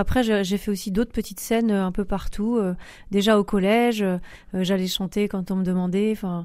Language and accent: French; Centre-Val de Loire, France; also born or lived in Réunion; now in Vimoutiers area, Orne, France; j'ai grandi plutôt en Eure-et-Loire, mais mes racines profondes sont l'île de la Réunion. Et si on va plus loin, Madagascar